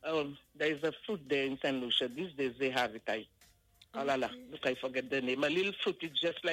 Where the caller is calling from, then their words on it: Martinique; in Martinique.